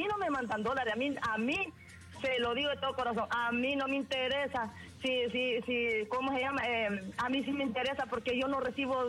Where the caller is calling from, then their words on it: Honduras; no solo yo soy hondureña, todos somos catrachos, todos somos hondureños